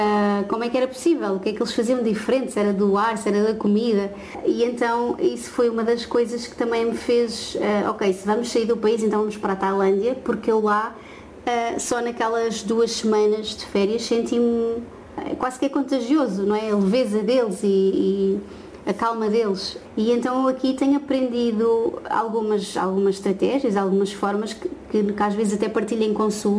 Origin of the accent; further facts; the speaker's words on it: Portugal; moved away as an adult; now in Thailand; sempre que nós dizemos que somos portugueses